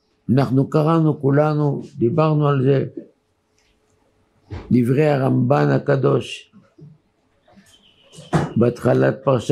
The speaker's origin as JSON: {"language": "Hebrew", "town": "Bat Yam", "region": "Tel Aviv District", "country": "Israel", "tie": "born there", "said": "אני לא גדלתי באזור חרדי, אני בת ימי."}